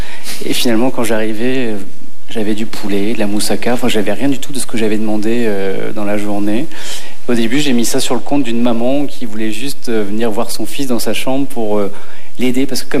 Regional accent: Le Havre, Normandy, France; Vers en haut à gauche, vers la Normandie, le Havre. Vous n'étiez pas obligé de rire. C'est très joli, le Havre. Moi, j'ai grandi dans un milieu ouvrier.

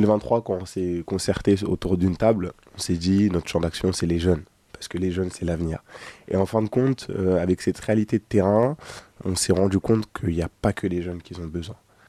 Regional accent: Paris, Île-de-France, France; ancré sur le territoire de Belleville, là où j'ai grandi.

